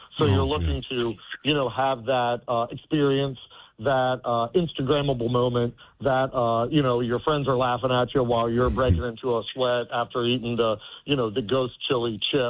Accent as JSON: {"language": "English", "region": "West Virginia", "country": "United States", "tie": "born or raised there", "said": "that was one of the things that I looked forward to every summer growing up in West Virginia"}